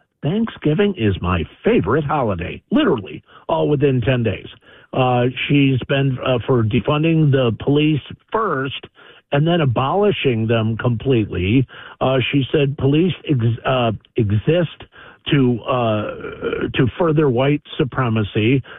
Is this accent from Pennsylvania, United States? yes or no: no; Madison, Wisconsin, United States; I'm a Republican from Madison, Wisconsin. So I guess they were all full in Berkeley, and we moved up here.